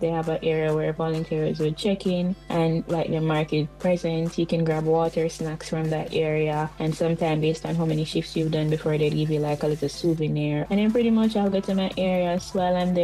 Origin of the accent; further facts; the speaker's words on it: Kingston, Jamaica; moved away as an adult; I'm a volunteer at the 2026 FIFA World Cup. I'm from Kingston and St. Thomas. I went to Holy Child High School. I also did my undergrad in Jamaica, went to UWE, and I moved abroad to do my master's.